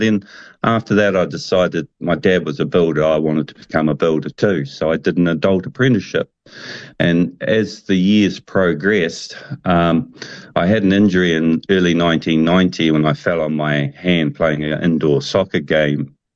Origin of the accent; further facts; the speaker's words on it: Gisborne, New Zealand; Because I grew up on the East Coast in Gisborne, and back then there was no such things as using, like nowadays, all your equipment that you've got and your tools available to you and the machinery available to you.